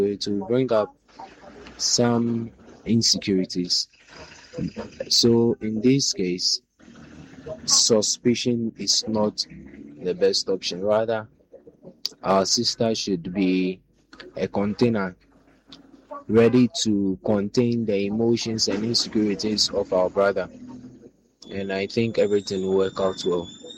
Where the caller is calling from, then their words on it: Dodowa, Greater Accra, Ghana; I'm calling from Dodoa.